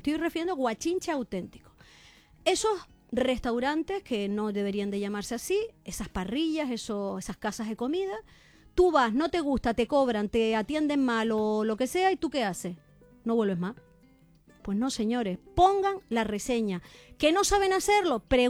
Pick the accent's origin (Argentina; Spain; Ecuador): Spain; Canary Islands; los que somos más porqueriosos somos los canarios